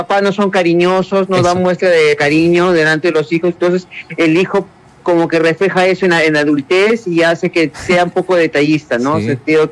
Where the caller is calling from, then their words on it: Peru; soy de Magdalena.